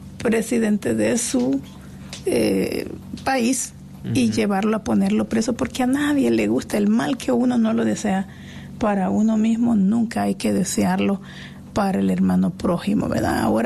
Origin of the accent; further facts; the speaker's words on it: El Salvador; Si todos somos salvadoreños, los que venimos a ejercer el deber del voto, respetemos